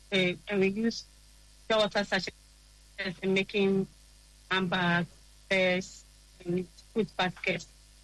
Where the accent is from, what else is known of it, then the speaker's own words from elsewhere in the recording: Bolgatanga, Upper East, Ghana; English is a second language; I'm from Upper East, Bogatanga.